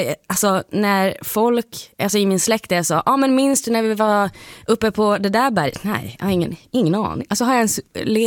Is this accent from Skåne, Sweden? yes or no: no; Luleå, Norrbotten County, Sweden; accent: Stockholm; now in Stockholm, Sweden; Och som, jag kommer från Luleå. Som alla hör så har jag någon slags konstig stockholmska som jag sitter här.